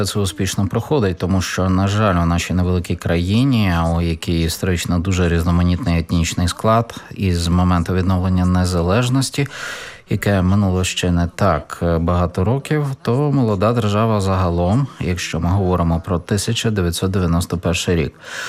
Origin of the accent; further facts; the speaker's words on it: Latvia; first language Russian; Ukrainian is a second language; also born or lived in Mogilev Region, Belarus; Незважаючи на те, що я російськомовна, я вважаю себе латвійкою. А до 2022 року я про це взагалі не замислювалася. І зараз я, до речі, думаю про те, що у мене в паспорті моя етнічна приналежність позначена як білоруська.